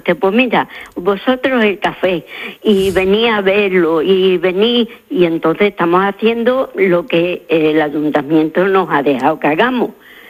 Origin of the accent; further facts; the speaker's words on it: Zalamea la Real, Andalusia, Spain; born there; Yo nací en Zalamea.